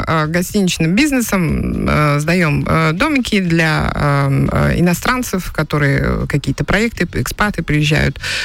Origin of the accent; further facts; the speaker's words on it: Buryatia, Russia; now in Tanzania; Ну, я из Бурятии.